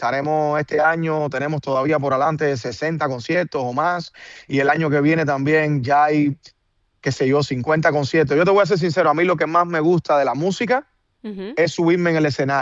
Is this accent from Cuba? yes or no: yes; Cuba; lo que pasa en mi país es mucho más importante y va mucho más allá que la música cubana